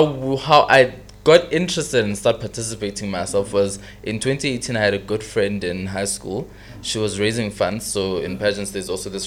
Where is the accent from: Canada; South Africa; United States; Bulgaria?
South Africa; moved away as an adult; now in Johannesburg, South Africa; so I was born in, well, this hospital is Botch, but I grew up right here in Kutong. So I've always been born and bred